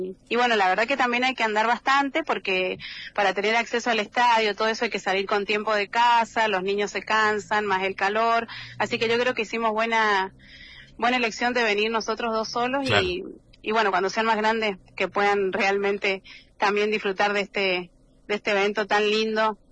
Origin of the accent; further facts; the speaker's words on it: Rama Caída, Mendoza, Argentina; now in Ecuador; Sí, somos oriundo de Rama Caída, mi esposo de la calle Cubillo y yo del barrio Fraín Alicán.